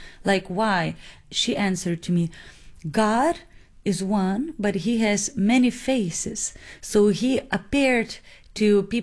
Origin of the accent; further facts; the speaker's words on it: Vilnius, Vilnius County, Lithuania; English is a second language; I'm from Lithuania, Vilnius.